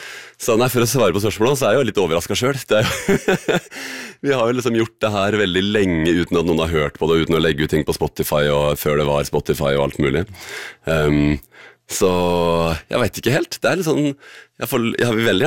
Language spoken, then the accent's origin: Norwegian; Mysen, Østfold, Norway; På Mysen ungdomsskole gikk vi der da og møttes der. Eisberg ungdomsskole, som det het før. Så det var jo liksom bare et produkt av å være vokst opp på bygda egentlig da.